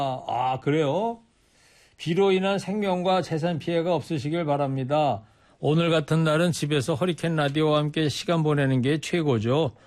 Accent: Anseong, Gyeonggi Province, South Korea; 제 고향이 이제 안성이라는 걸

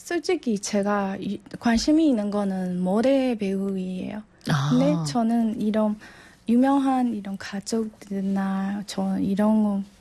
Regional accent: Shan State, Myanmar; Korean is a second language; moved away as an adult; now in South Korea; 고향은 우리 샨쪽에

